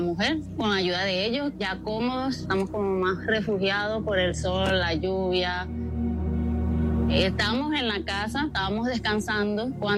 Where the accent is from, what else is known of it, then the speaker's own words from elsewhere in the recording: La Guaira, Venezuela; Soy de aquí de Maredo, de los edificios que colapsaron el 24 de junio con el terremoto.